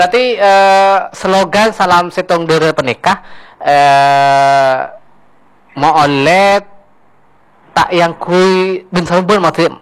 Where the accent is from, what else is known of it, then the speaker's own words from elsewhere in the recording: Madura, East Java, Indonesia; walaupun saya orang Madura, tapi jarang mendengarkan pengucapan bahasa yang sesungguhnya Madura.